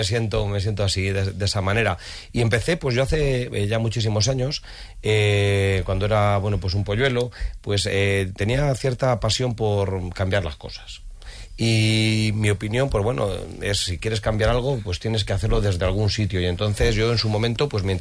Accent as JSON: {"language": "Spanish", "town": "Romancos", "region": "Castilla-La Mancha", "country": "Spain", "tie": "born or raised there", "said": "que haber sido el alcalde de mi pueblo, que es Romancos, y del cual pues me siento muy, muy orgulloso"}